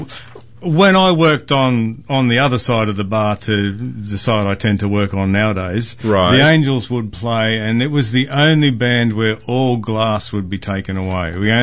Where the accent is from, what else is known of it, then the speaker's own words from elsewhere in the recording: Sydney, New South Wales, Australia; now in Memphis, United States; growing up in Sydney